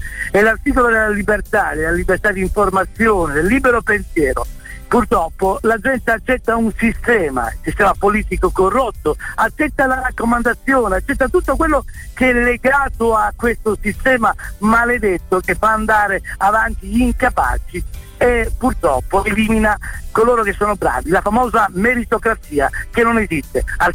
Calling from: Catanzaro, Calabria, Italy; Siamo da Catanzaro

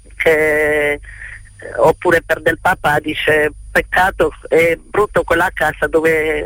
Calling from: Monopoli, Apulia, Italy; Siamo da Monopoli

